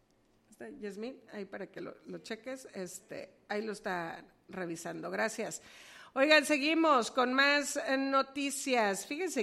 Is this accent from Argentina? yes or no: no; Mexico; a nosotros se nos durmió como mexicanos